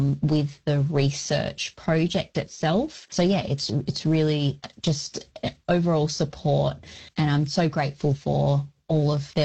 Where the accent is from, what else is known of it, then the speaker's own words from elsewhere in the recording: Bunbury, Western Australia, Australia; So I'm a proud Wilman Noongar woman. So Noongar from the southwest region of Western Australia. I was actually born and raised on Wadandibudja, which is down in the Goombrup, which is Bunbury region of Noongar country.